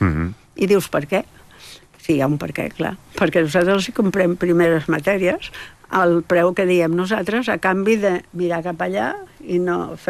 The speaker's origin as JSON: {"language": "Catalan", "region": "Catalonia", "country": "Spain", "said": "Pues, pues soc catalana, tenim molts fama."}